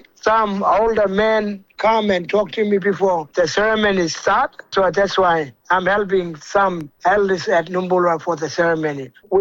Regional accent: Groote Eylandt, Northern Territory, Australia; also born or lived in Gove / Numbulwar; I grew up at Groot Island, maybe 12 or 13 years old.

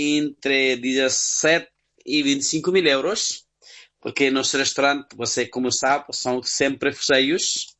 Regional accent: Nepal; born or raised there; Portuguese is a second language; moved away as an adult; now in Lisbon, Portugal

